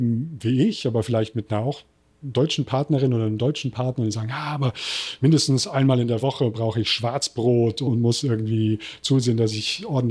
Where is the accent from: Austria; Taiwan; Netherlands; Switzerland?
Taiwan; accent: Taiwanese; German is a second language; Ich kann es noch. Ich glaube, ich habe auch noch keinen taiwanischen Akzent, wenn ich Deutsch spreche. Aber in der Tat, es ist für mich die Sprache, in der ich meine Bücher schreibe